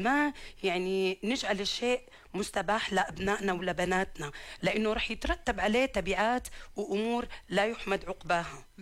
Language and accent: Arabic; Jordan; عندنا في الأردن